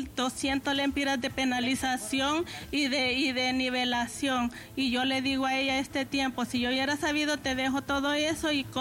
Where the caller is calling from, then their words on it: Spain; Yo vivo en España, yo soy residente en España.